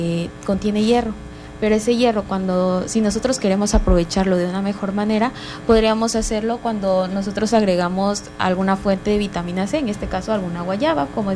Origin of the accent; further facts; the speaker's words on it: Tabasco, Mexico; nosotros, tanto como mexicanos como tabasqueños